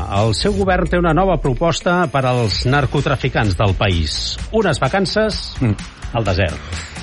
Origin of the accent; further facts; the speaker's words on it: Catalonia, Spain; Jo soc del Pirineu, tu.